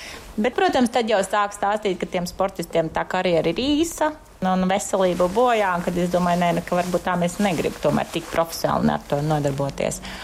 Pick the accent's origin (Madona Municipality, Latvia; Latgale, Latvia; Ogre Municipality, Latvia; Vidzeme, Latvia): Madona Municipality, Latvia; Sausnēja; Jā, es esmu no Sausnes, kas ir 10 km no Ērgļiem. Privāta māja, bet turpat bija skola, mamma bija skolotāja.